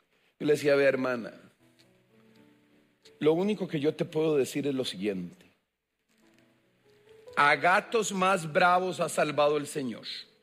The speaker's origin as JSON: {"language": "Spanish", "town": "San Juan", "region": "Cartago", "country": "Costa Rica", "tie": "born or raised there", "said": "¿Saben de dónde, hermanos? De mi pueblo. En la provincia de Cartago, el cantón de La Unión, el distrito de San Juan, residencial Omega, sexta etapa."}